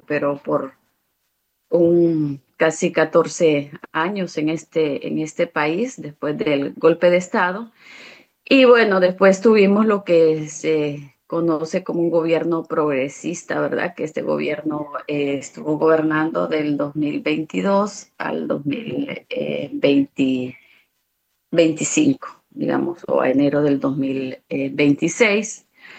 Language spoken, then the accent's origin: Spanish; Colón, Honduras; yo soy hondureña, ¿verdad? Luchadora social, soy de la región del Bajo Aguán, una región bastante emblemática en todas estas luchas territoriales que hemos venido llevando de hace décadas.